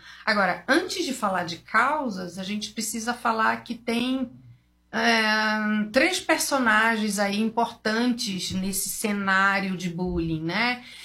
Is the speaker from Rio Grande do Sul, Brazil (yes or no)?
no; Belém, Pará, Brazil; moved away as an adult; now in São Paulo, Brazil; sou de Belém do Pará, estou aqui há muitos anos, me formei.